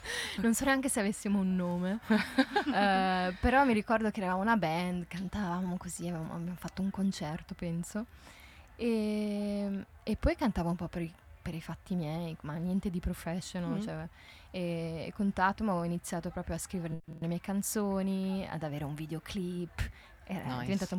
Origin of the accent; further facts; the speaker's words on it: Ticino, Switzerland; also born or lived in Lausanne; now in Zurich, Switzerland; mio padre è cubano, è di Panama e sono nata e cresciuta in Ticino. Ho studiato a Losanna, vivo a Zurigo.